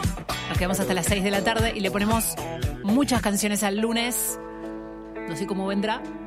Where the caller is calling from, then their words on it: Villa Carlos Paz, Córdoba, Argentina; No soy de mandar saludos, soy de Carlos Paz. Acá está hermoso el día.